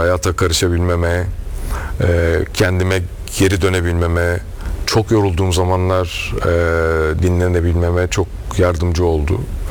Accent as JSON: {"language": "Turkish", "region": "İzmir", "country": "Turkey", "tie": "born or raised there", "also_born_or_lived": "Milas", "lives_now": "Bodrum, Turkey", "said": "Çünkü ortaokulu ve üniversiteyi İzmir'de okudum. Milas'ta doğdum. Artık Bodrum'da yaşıyorum. Yaşıyoruz. Ama hep Ege oldu hayatımda."}